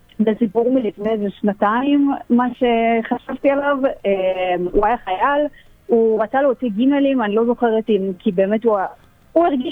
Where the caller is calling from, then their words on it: Yavne, Central District, Israel; אנחנו מיבנה